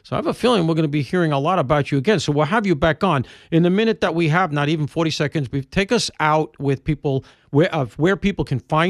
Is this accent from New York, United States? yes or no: no; Alabama, United States; accent: Alabama, deep southern; including my obvious Alabama accent, I'm told. I have a very deep southern accent, as you can hear.